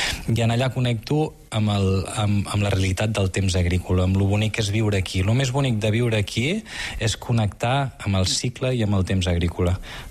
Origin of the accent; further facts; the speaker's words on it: Girona, Catalonia, Spain; born there; now in Empordà, Spain; he nascut a Girona, Kilian, i jo vaig venir aquí